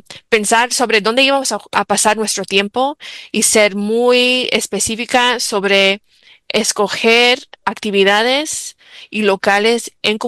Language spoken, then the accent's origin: Spanish; Chicago, Illinois, United States; Yo crecí en una comunidad en Pilsen, y íbamos a la iglesia en español. Yo iba a una iglesia católica, en todo el barrio hablaba español.